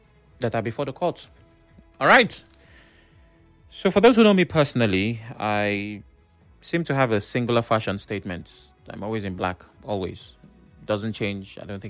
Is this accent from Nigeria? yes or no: yes; Nigeria; Please reach out to me so that you can hook me up with adire in the spirit of being Nigerian.